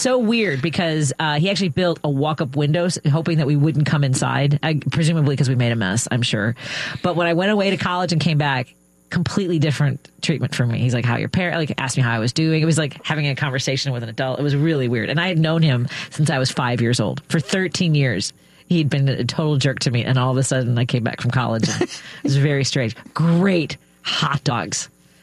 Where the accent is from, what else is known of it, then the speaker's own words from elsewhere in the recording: Illinois, United States; I grew up in Norwood, yeah, but okay. I grew up in a 1-bedroom apartment above what was a paint, when we moved in, it was a paint store, became a bank.